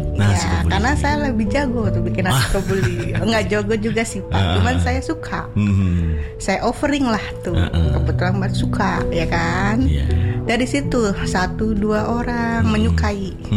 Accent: Cirebon, West Java, Indonesia; born there; also born or lived in Jakarta; 2020 saya comeback di kota kelahiran saya.

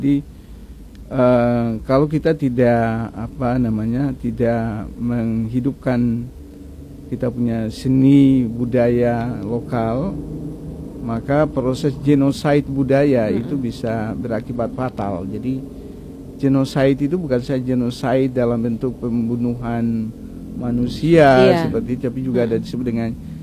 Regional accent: Maluku, Indonesia; kita adalah orang Indonesia, tapi satu hal yang kita harus sadar, kita juga adalah orang Maluku.

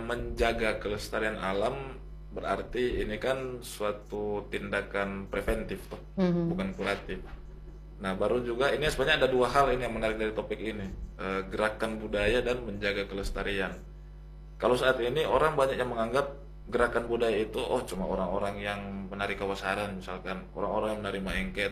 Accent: Minahasa, North Sulawesi, Indonesia; karena sebagai dari identitas kita sebagai orang Minahasa

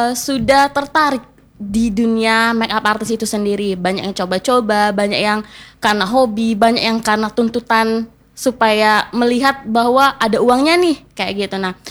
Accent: Air Napal district, Bengkulu, Indonesia; Untuk asli sih ingat orang Bengkulu Utara di Kerkap, tepatnya di Desa Talangkering, Kecamatan Air Napal.

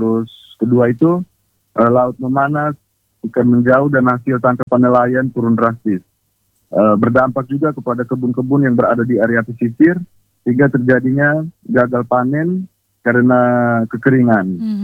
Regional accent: East Nusa Tenggara, Indonesia; di desa kami, karena jalur kami itu berada di lintasan pantai utara kan. Jadi fokus kami saat ini untuk penanaman mangrove itu masih di skala kecil, yaitu di desa Eramu sendiri.

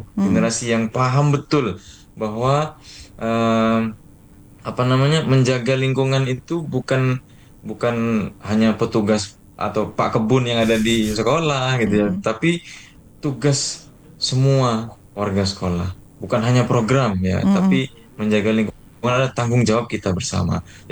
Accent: Jember, East Java, Indonesia; Ya, saya dibesarkan di kota Jember. Saya bersekolah sejak kecil sampai tingkat universitas juga saya berada di Jember

